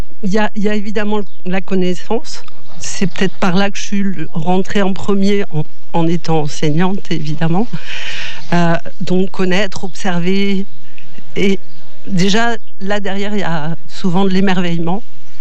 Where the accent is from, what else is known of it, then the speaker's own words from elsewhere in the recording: Normandy, France; moved away as an adult; now in Florac, France; Je viens de Normandie